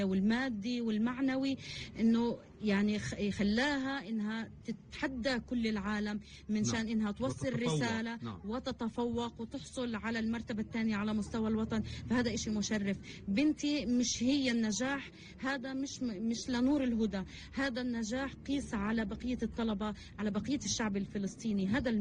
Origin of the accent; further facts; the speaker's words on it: Gaza Strip, Palestine; احنا مجتمعنا الغزي من المجتمعات المحافظة